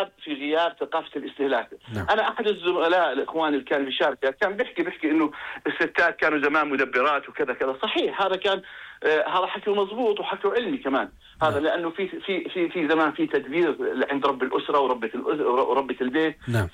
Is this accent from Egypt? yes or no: no; Jordan